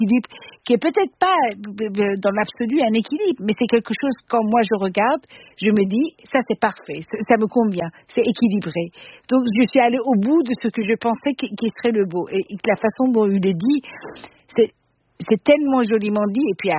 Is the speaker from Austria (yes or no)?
yes; Austria; first language Persian; French is a second language; Je parlais de persan, mes parents ils m'ont mis dans une école francophone, après j'ai grandi en Autriche, voilà, après l'anglais, il fallait quand même le parler, je me suis mariée avec un Suédois